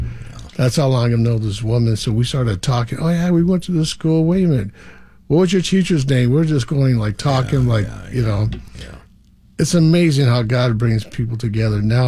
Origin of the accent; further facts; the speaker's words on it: Hollywood, California, United States; See, I grew up in Hollywood.